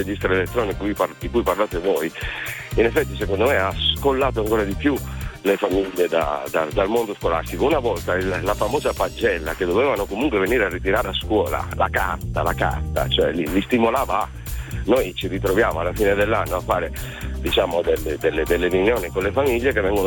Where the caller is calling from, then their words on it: Cremona, Lombardy, Italy; Io chiamo da Cremona.